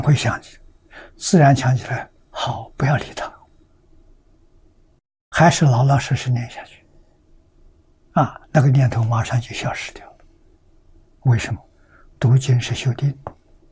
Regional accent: China

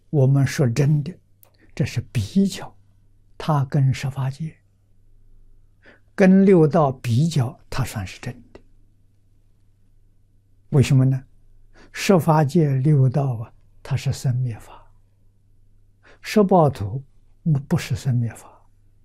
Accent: Fujian, China; born there; moved away; 我小时候在福建住过6年

